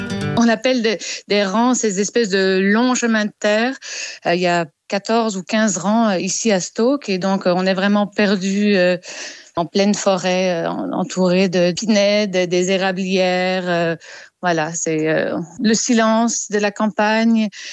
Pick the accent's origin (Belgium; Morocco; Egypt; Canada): Belgium; Virton, Wallonia; Effectivement, j'ai grandi à Virton et ben, on a notre microclimat.